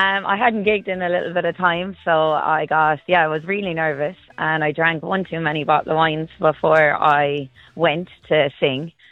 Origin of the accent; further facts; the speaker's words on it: Ireland; now in Australia; Ireland, yeah.